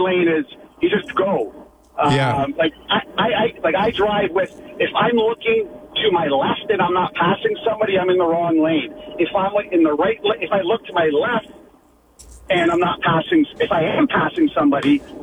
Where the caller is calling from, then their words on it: Canada; I'm Canadian.